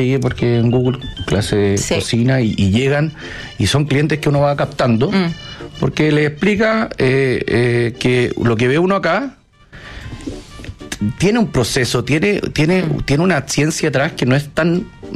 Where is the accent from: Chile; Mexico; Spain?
Chile; born there; Nací en Chile, sí.